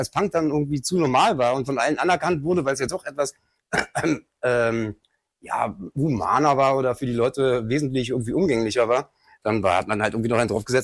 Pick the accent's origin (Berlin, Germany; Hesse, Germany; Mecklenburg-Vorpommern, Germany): Berlin, Germany; born or raised there